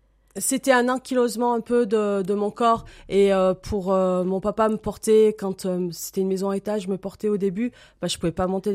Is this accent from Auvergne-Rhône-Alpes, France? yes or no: yes; Sainte-Sigolène, Auvergne-Rhône-Alpes, France; moi, je suis originaire de la Haute-Loire depuis que je suis toute petite. J'habitais à Sainte-Sigolène.